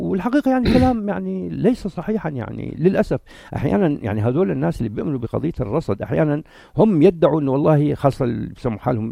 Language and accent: Arabic; Jordan; اللي موجود عندنا بالأردن كثير مزور بالمناسبة